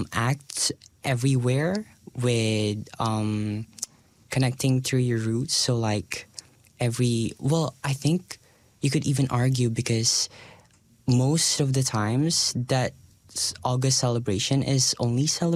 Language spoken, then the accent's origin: English; Philippines; moved away